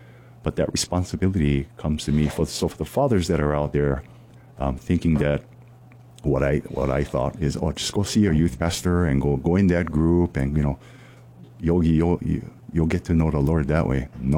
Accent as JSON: {"language": "English", "town": "Kailua", "region": "Hawaii", "country": "United States", "tie": "born or raised there", "said": "I had a really good friend growing up in Kailua, and, you know, he grew up Catholic like I did."}